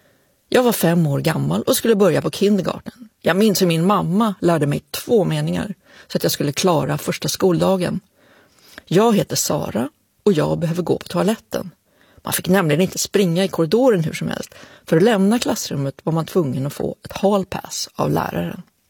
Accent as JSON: {"language": "Swedish", "country": "Sweden", "tie": "born there", "also_born_or_lived": "United States", "said": "Vi flyttade tillbaka till Sverige lagom till att jag skulle börja i ettan. Men nu hade jag istället glömt hur man pratar svenska. Jag hade inte sagt ett ord på 2 år. Och det skulle ta mig lång, lång tid innan jag helt blev av med min amerikanska brytning."}